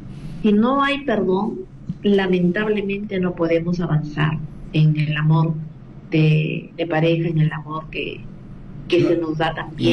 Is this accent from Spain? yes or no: no; Chiclayo, Lambayeque, Peru; also born or lived in Trujillo; nací en Trujillo y estuve solamente un mes de nacida y luego ya me crié, y me he criado en Chiclayo.